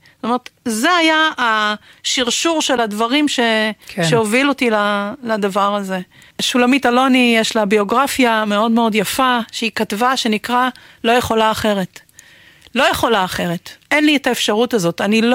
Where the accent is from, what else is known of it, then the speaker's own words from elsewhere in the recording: South Africa; now in Israel; אני גדלתי בבתי כנסת שבהם לאישה אסור היה לגעת בספר תורה. ואני זוכרת שישבתי בבית הכנסת בדרום אפריקה בתור ילדה.